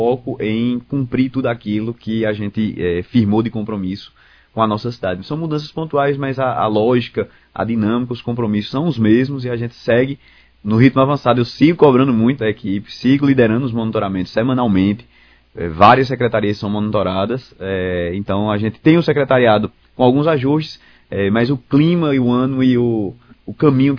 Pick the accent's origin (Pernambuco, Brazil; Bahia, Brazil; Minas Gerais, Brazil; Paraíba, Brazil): Pernambuco, Brazil; Recife; born there; also born or lived in São José do Belmonte; Eu nasci em Recife, mas